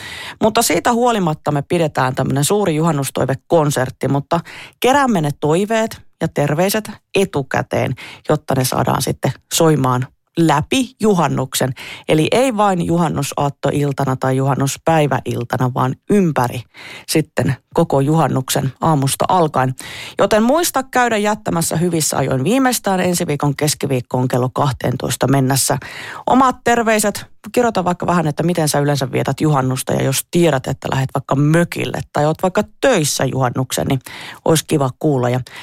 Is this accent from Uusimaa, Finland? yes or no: no; Rovaniemi, Lapland, Finland; moved away; Ei meillä Rovaniemellä siihen aikaan mitään kokkoja polteltu, kun yötön yö oli käsillä.